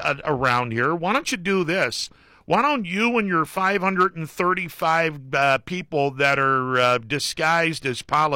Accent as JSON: {"language": "English", "area": "Mahoning Valley", "region": "Ohio", "country": "United States", "said": "I come from the Mahoning Valley"}